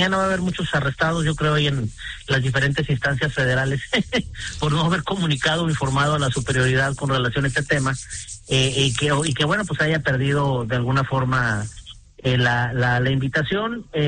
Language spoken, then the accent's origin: Spanish; Baja California, Mexico; empezando acá por mi tierra, que es Baja California.